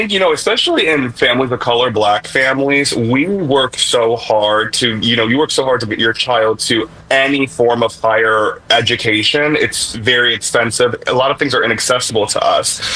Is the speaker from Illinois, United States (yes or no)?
yes; Chicago, Illinois, United States; I'm from Chicago